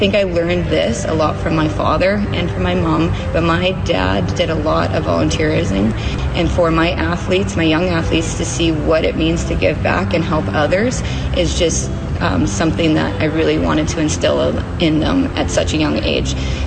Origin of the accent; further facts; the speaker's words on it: Fillmore, Saskatchewan, Canada; now in Estevan, Canada; I'm originally from Fillmore, Saskatchewan, and as you know, a small town